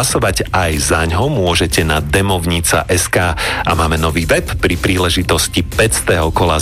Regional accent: Bratislava, Bratislava Region, Slovakia; born there; now in Pezinok, Slovakia; Narodil som sa v Bratislave a bývam v Pezinku

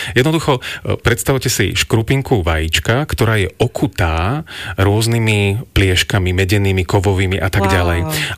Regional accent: Žilina, Žilina Region, Slovakia; Ja som rodák zo Žiliny

